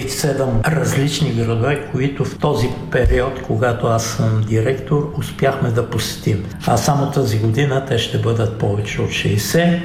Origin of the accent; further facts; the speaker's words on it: Dupnitsa, Kyustendil Province, Bulgaria; Аз съм роден в Дупница